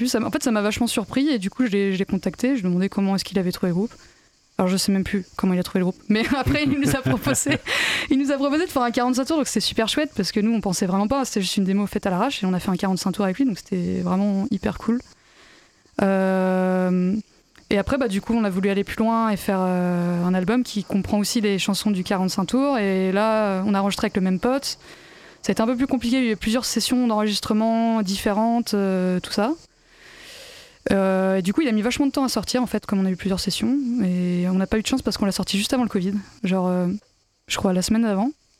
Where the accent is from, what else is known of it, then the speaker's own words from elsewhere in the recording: Saint-Nazaire, Pays de la Loire, France; moved away; also born or lived in Montpellier / Nantes; moi je suis originaire de Saint-Nazaire.